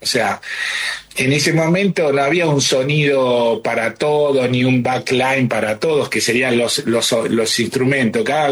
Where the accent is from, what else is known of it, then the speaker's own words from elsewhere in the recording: Caseros, Buenos Aires Province, Argentina; Yo nací en Caseros, soy del conurbano, así que, pero este Tapiales es un poco más adentro, un conurbano más profundo que el lugar donde yo vivía.